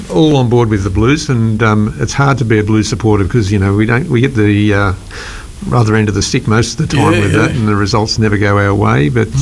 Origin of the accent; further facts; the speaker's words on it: Wollongong, New South Wales, Australia; I used to be a Steelers fan since I'm from Wollongong, and then they told me I had to be a Dragons fan now, and I said, I just can't do that because we grew up hating the Dragons